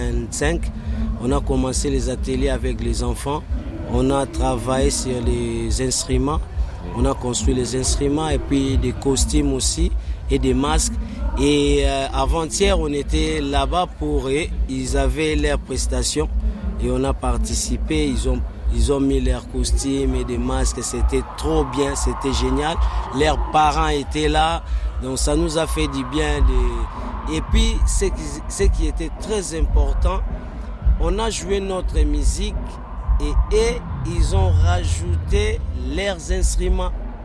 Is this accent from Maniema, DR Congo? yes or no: no; Kinshasa, DR Congo; chez nous à Kinshasa